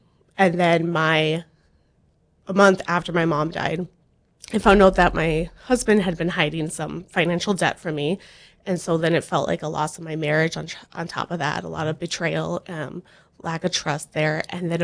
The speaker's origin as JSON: {"language": "English", "town": "Buchanan", "region": "North Dakota", "country": "United States", "said": "Well, I'm originally from Buchanan, and then he's from Jamestown."}